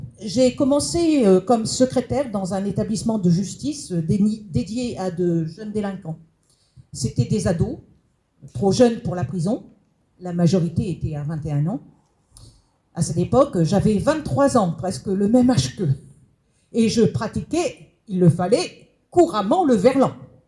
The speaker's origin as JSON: {"language": "French", "town": "Malbosc", "region": "Auvergne-Rhône-Alpes", "country": "France", "tie": "born there", "said": "Je suis née à Malbosque, petit hameau de notre bassin minier."}